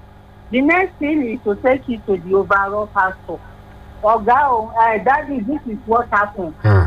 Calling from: Cairo, Cairo Governorate, Egypt; from Cairo.

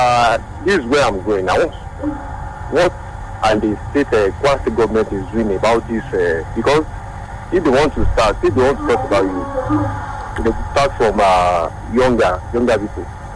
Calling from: Osogbo, Osun, Nigeria; I'm calling from Hallelujah Estate Oshogbo.

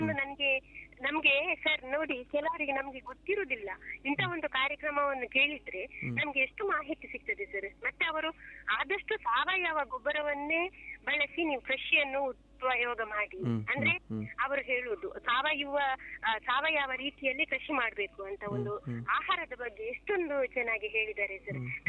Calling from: Karkala, Karnataka, India

